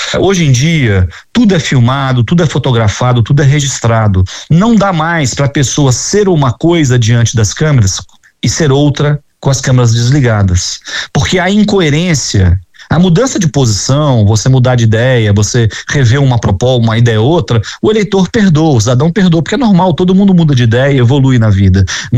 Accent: Rio de Janeiro, Brazil; Eu sou do Rio de Janeiro

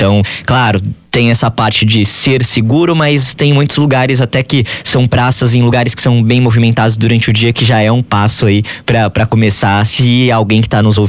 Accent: São Paulo, Brazil; now in Rio de Janeiro, Brazil; São Paulo, de onde eu venho

